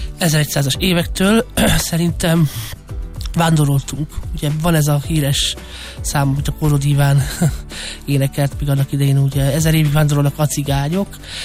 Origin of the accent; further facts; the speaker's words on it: Hungary; szerintem Indiából való vagyunk, szóval Indiából jött, ugye, mert hát az indiai kultúra, meg maga a ma mi romák, magyar cigányok, kávéházi buzsikus cigányok